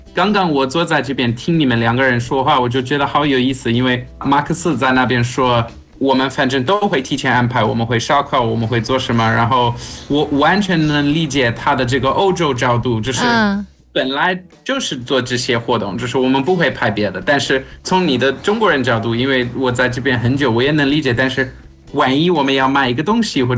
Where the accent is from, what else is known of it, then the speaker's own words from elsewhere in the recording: South Africa; now in Dubai, United Arab Emirates; 我小时候在南非就是我可能一个人在花园里踢球，就是游泳什么的